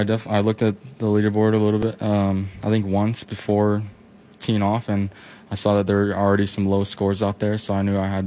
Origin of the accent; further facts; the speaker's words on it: Hawaii, United States; now in Utah, United States; I take a lot of, you know, my roots, you know, from here in Utah, even though I'm from Hawaii. But, you know, I went to high school here, and now I'm obviously in college here in Utah.